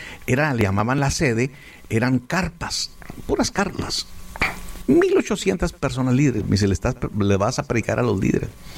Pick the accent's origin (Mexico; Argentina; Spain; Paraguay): Mexico; Ciudad Juárez, Chihuahua